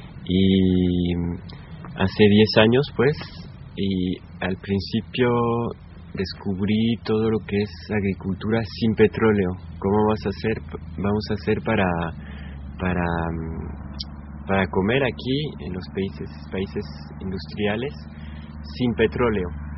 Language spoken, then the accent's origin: Spanish; France; Spanish is a second language; Estamos aquí en Francia. Soy francés y habito en Francia. Puedo ver las montañas de los Alpes.